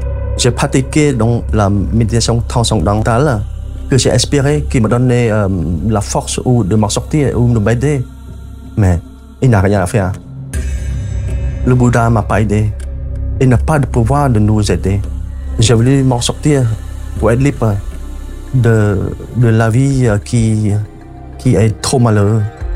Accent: Cambodia; born there; French is a second language; Je suis né au Cambodge en 1958. Je suis l'un des réchappés de la mort après avoir vécu trois guerres consécutives. Surtout la guerre la plus meurtrière, la plus sombre dans l'histoire de mon pays, Cambodge

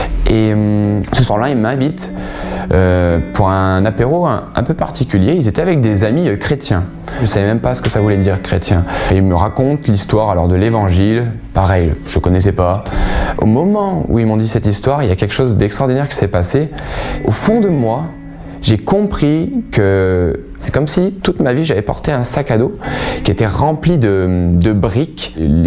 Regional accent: Oyonnax, Auvergne-Rhône-Alpes, France

